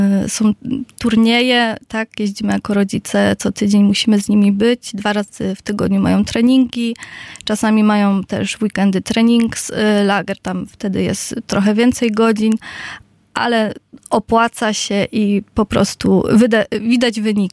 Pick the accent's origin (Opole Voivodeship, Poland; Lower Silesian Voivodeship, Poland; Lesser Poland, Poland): Lower Silesian Voivodeship, Poland; Boguszów-Gorce; now in near Alzey, Germany; Z Dolnośląskiego, Boguszów Gorce, najwyżej położony rynek w Europie.